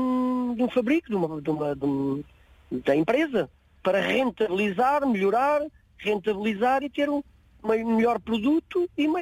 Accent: Abrantes, Santarém, Portugal; now in Portimão, Portugal; É um trajeto longo, porque eu sou residente, sou natural de Casais de Revelhos, Abrantes.

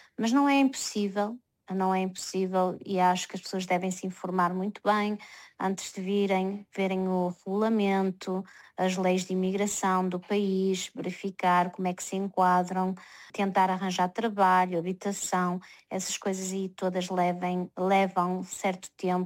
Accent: Portugal; moved away; Portugal, porque afinal eu sou portuguesa, as minhas raízes também estão aí, e então não é possível esquecer Portugal, e é por isso que eu continuo a trabalhar e espero dar visibilidade ao país onde eu nasci.

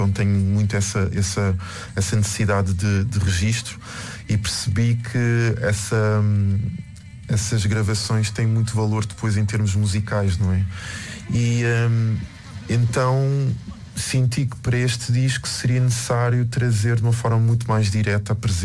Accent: Amadora, Lisbon, Portugal; born there; Ela, não, a minha família é da Somada. Uhum. Eu nasci na Cova da Moura.

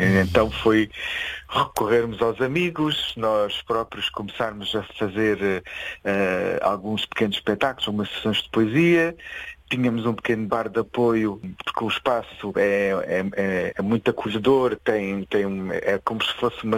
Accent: Covilhã, Centro, Portugal; also born or lived in Évora; Perto de Ceia, sou da zona da Beira Baixa, sou da Covilhã.

